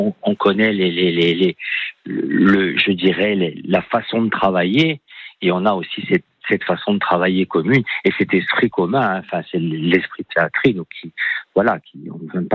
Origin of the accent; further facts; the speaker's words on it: Bastia, Corsica, France; l'inspecteur général arrive chez nous à Bastia